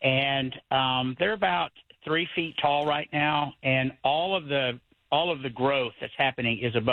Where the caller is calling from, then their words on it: Kyle, Texas, United States; I'm calling from up in Kyle.